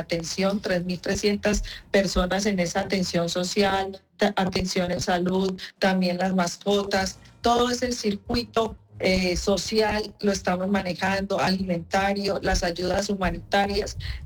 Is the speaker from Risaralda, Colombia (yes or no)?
yes; Pereira, Risaralda, Colombia; esto ha sido bien difícil para la ciudad de Pereira, pero como somos los pereiranos